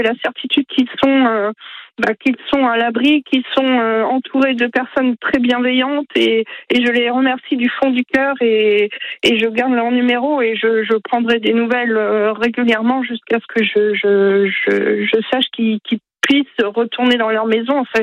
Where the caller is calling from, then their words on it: Centre-Val de Loire, France; J'habite en Touraine